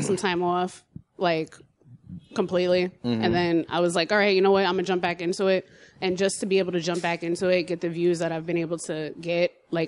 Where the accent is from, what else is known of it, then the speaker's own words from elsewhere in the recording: New York, United States; I'm from New York. I like to just go do random stuff in places like the middle of the world, which is Times Square.